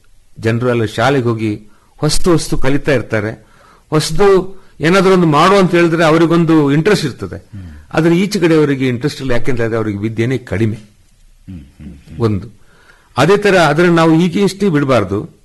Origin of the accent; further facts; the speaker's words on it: Kodagu, Karnataka, India; ಈಗ ನಾವು ಕೊಡಗಿನ ರೈತರು